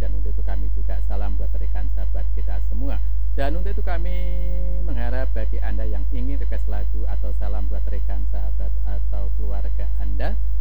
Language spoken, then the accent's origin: Indonesian; Pati, Central Java, Indonesia; now in Palangkaraya, Indonesia; Saya juga tetangga Anda, saya asli Pati. Kalau Purwodadi itu enggak jauh karena memang berdekatan atau perbatasan ya.